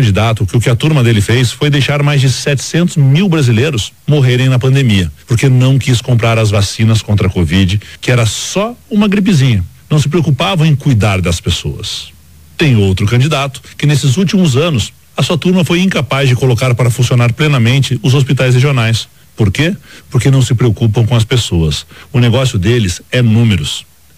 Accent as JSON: {"language": "Portuguese", "town": "Curitiba", "region": "Paraná", "country": "Brazil", "said": "Sou curitibano, 46 anos, pai de gêmeos, Marcelo e Matheus, advogado."}